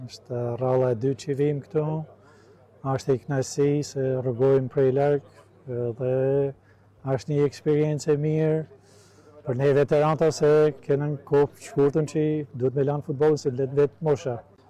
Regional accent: Hot, Shkodër County, Albania; now in United States; Unë jam prej Malsisë madhe, por jam prej Hutit.

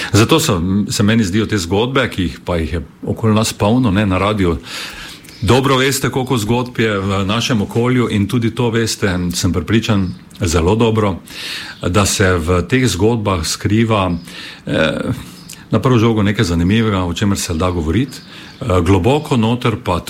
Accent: Styria, Slovenia; born there; na to našo štajersko, bi rekel, pripadnost naši državi

